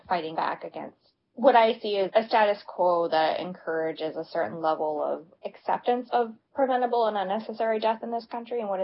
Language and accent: English; Virginia, United States; But growing up where I did